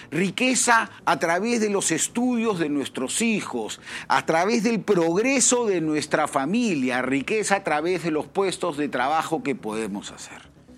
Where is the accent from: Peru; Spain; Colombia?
Peru; nuestras posibilidades como peruanos